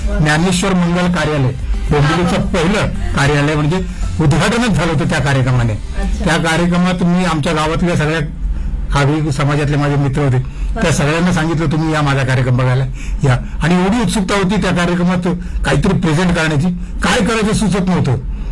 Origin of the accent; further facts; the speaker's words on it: Mumbai, Maharashtra, India; मी आधी मुंबईत राहायचो. Okay. वरील कोळीवाडा हे माझं गाव आणि कोळीवाडा म्हटलं की संपूर्ण कोळ्यांचं गाव येते.